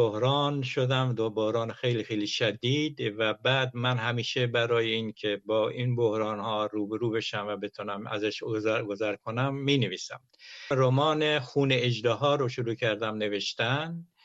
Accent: Iran; moved away; قلعه گالپاها در واقع موطن من است، جاییست که به دنیا اومدم. من تو حاشیه کویر به دنیا اومدم و دیمی بزرگ شدم.

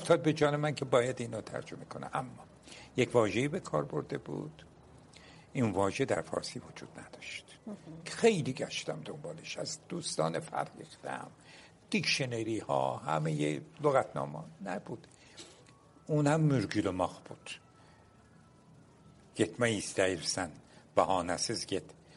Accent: Iran; first language Turkish (Azerbaijani); Persian is a second language

